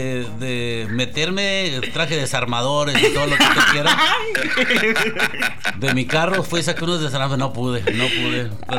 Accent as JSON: {"language": "Spanish", "town": "Monterrey", "region": "Nuevo León", "country": "Mexico", "said": "Ya sabes que soy de Monterrey."}